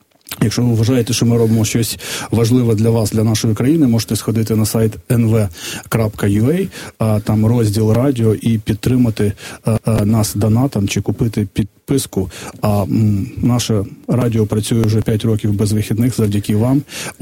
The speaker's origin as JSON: {"language": "Ukrainian", "town": "Vinnytsia", "region": "Vinnytsia Oblast", "country": "Ukraine", "said": "Я ж родом з Вінниці."}